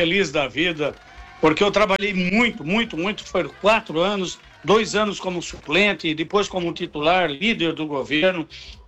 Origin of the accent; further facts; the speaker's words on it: Guaramirim, Santa Catarina, Brazil; now in Joinville, Brazil; Mas eu tive em Guaramirim, a minha terra natal, quase 4 mil votos.